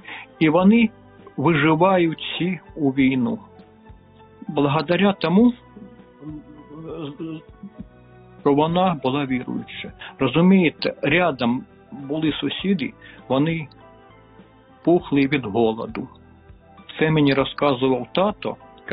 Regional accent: Ivot, Sumy Oblast, Ukraine; Народився я в Сумській області, Шостинський район, село Івот є таке.

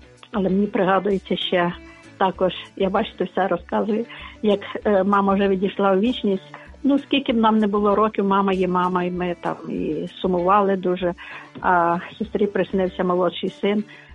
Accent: Bilivtsi, Chernivtsi Oblast, Ukraine

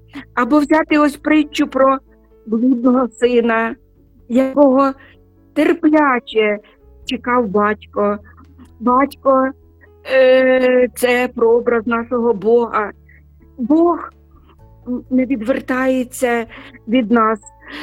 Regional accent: Sumy, Sumy Oblast, Ukraine; born or raised there

